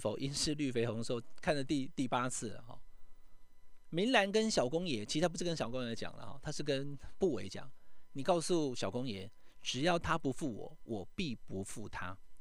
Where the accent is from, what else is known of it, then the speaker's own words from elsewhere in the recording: Taiwan; 我们台湾人